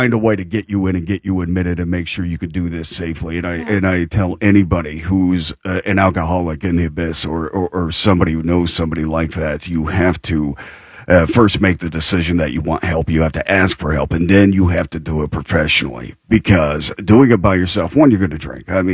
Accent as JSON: {"language": "English", "town": "Rochester", "region": "Indiana", "country": "United States", "tie": "born or raised there", "said": "Rochester, Indiana. Yeah, went to high school there. I was a Rochester Zebra."}